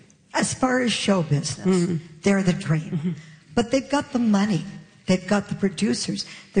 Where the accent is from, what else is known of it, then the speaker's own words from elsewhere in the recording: Canada; But I'm Canadian.